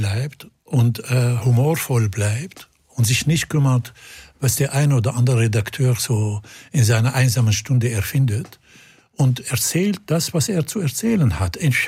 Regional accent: Syria; German is a second language; moved away as an adult; now in Germany

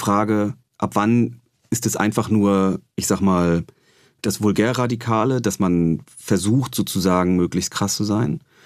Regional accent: East Germany, Germany; ich komme selber aus Ostdeutschland, gemerkt, da kippt was.

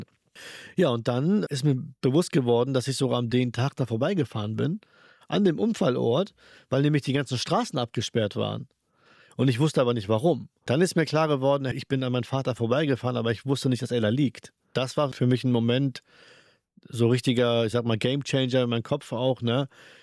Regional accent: Henstedt-Ulzburg, Schleswig-Holstein, Germany; born or raised there

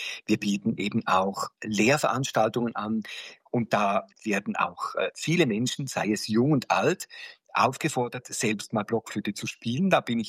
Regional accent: Switzerland; ich bin Schweizer

